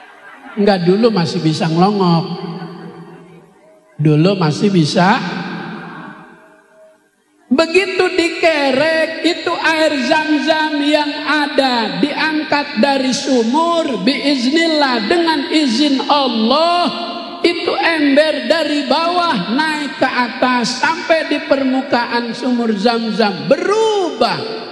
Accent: Jakarta, Indonesia; Di kampung saya no, depan Masjid Al-Bahri Kebon Nanas

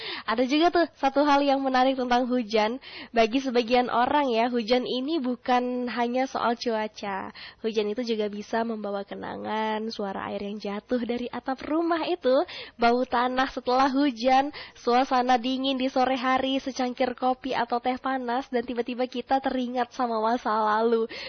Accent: Aceh, Indonesia; kita warga Aceh Singkil

